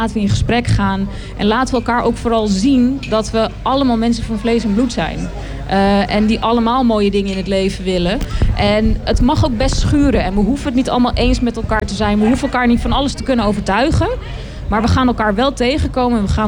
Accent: Haarlem, North Holland, Netherlands; Ik ben 39. Ik ben geboren en getogen in Haarlem. Kom uit Schalkwijk.

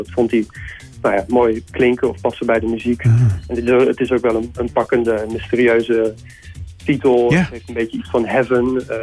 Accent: Haarlem, North Holland, Netherlands; born there

